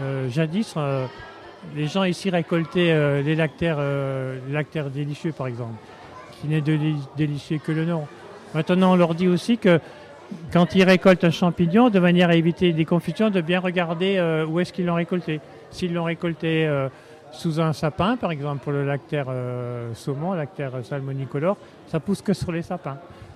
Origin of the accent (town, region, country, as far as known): Grand Est, France; now in Gap, France